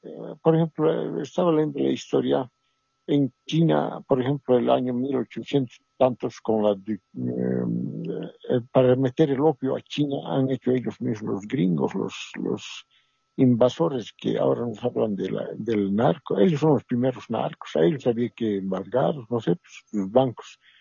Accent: Bolivia; un originario indígena que somos todos los bolivianos.

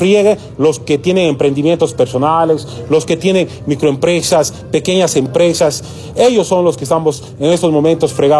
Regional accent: Bolivia; Los bolivianos, el sueldo del mes de 3,000, 3,500, no te alcanza

